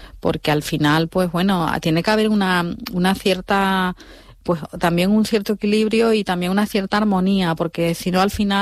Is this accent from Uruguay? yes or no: no; Andalusia, Spain; yo soy andaluza, entonces, bueno, he tenido mucha co